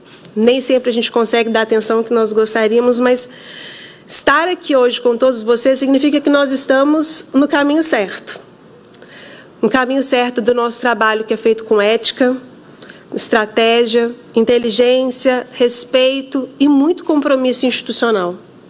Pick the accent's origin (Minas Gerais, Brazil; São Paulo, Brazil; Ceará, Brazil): Minas Gerais, Brazil; eu, como mineira, devo tudo a Minas. Foi onde eu nasci, onde eu cresci, foi onde eu comecei a minha vida de relações governamentais